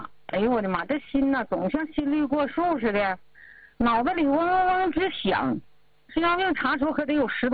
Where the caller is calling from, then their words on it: Tonghua, Jilin, China; 我来自通化的。